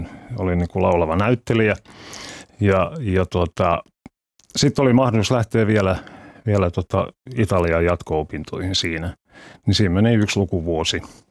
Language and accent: Finnish; Salo, Southwest Finland, Finland; Salossa. Joo, sitten meillä oli bändi, oli tämä Helsingissä, ja kun sain ajokortin, niin tulin sitten aina ajon Salosta Helsinkiin treeneihin edestakaisin.